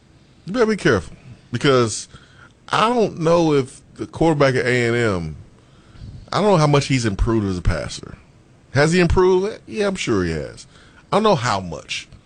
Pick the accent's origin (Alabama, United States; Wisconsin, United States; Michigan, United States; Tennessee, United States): Alabama, United States; Huntsville; I did that growing up in Huntsville.